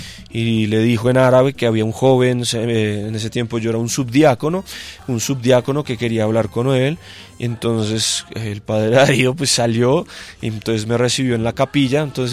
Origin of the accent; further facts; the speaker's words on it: Colombia; yo apenadísimo, como colombiano